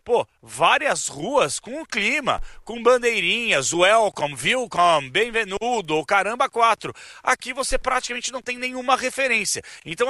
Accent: Brazil; Eu falei, sou do Brasil, o que você está fazendo aqui?

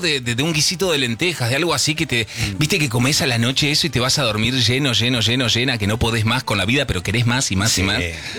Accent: San Martín, Buenos Aires Province, Argentina; porque los que venimos de San Martín, del conurbano, y venimos de casas, sabemos que las casas tenían otro grosor, las paredes, ¿viste?

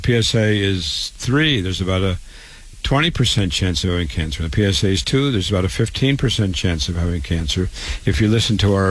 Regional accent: Waterloo, Iowa, United States; born or raised there

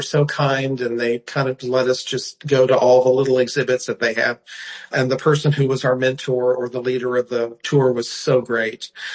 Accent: El Paso, Texas, United States; I was born and raised in El Paso.

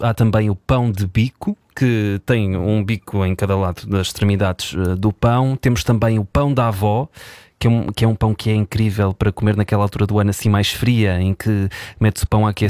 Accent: São João da Madeira, Norte, Portugal; now in Lisbon, Portugal; no norte do país, na minha terra, que vou dizer qual é para depois quem nos ouve não dizer que isto é só do norte, mas em São João da Madeira

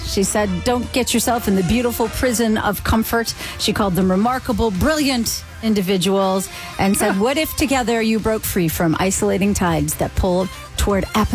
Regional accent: New York, United States; As you know, I'm from New York

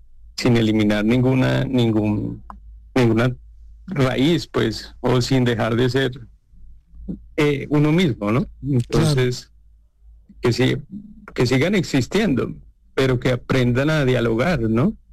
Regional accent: Bogotá, Colombia; Yo soy bogotano, sí.

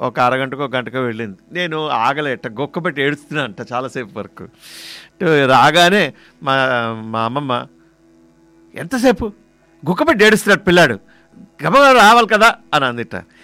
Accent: Vizianagaram, Andhra Pradesh, India; born there; విజయనగరంలో పుట్టాను, మన ఆంధ్రప్రదేశ్లో ఉన్న విజయనగరం, అప్పట్లో మంచి పేరుగాంచిన విజయనగరం పుల్లో పుట్టాను.

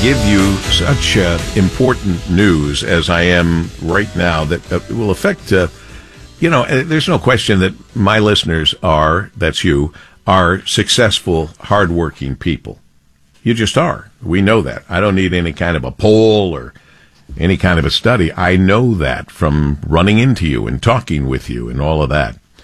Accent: Monroe, Michigan, United States; See, it was easy growing up in Monroe.

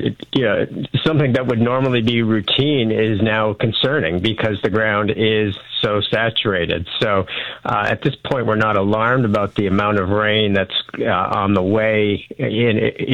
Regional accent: Vineland, Ontario, Canada; I grew up in Vineland, and, you know, my family's lived there for many years

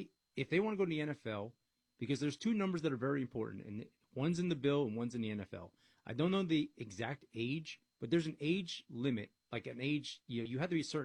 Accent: East Coast, United States; now in Texas, United States; I'm a huge Yankee fan. I'm from the East Coast.

